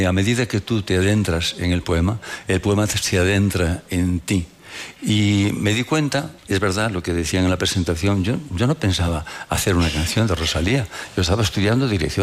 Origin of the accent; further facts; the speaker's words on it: Castile and León, Spain; Porque Castilla, yo soy enamorado de Castilla, pero a mí, amigo, El Bierzo, el río Sil, donde aprendiste a nadar, aquel clima, aquellas nieblas y aquellos mon